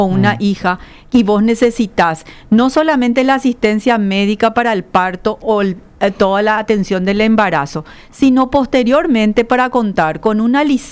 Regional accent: Paraguay

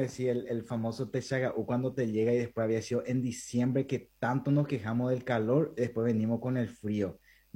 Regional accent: Paraguay; now in San Francisco, United States

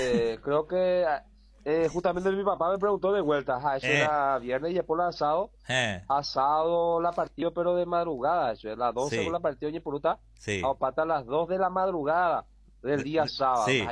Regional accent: Paraguay; Pero somos paraguayos, Beto.

